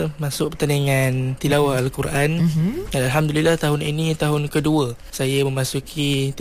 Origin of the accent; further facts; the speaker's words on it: Pasir Gudang, Johor, Malaysia; Saya berasal daripada Pasir Kudang, Johor.